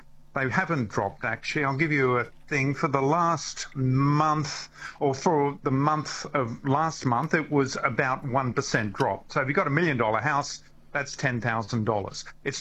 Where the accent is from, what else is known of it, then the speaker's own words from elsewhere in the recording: New South Wales, Australia; now in Victoria, Australia; No, I came to Victoria 30 years ago, but in New South Wales, my mum actually had a fish shop.